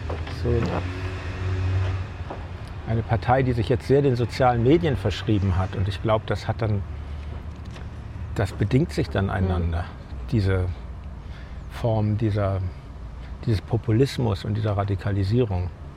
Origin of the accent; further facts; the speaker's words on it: Germany; Ich bin Deutscher